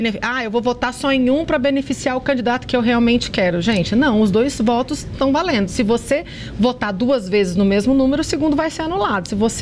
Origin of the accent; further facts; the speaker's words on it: Brazil; eu sou brasileira